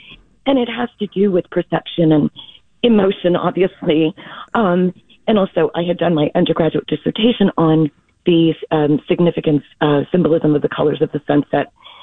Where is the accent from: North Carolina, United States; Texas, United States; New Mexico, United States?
Texas, United States; I'm a Texan originally.